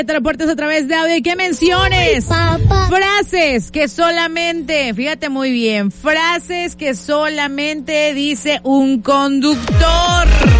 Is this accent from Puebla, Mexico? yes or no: yes; Puebla, Mexico; como poblanos que somos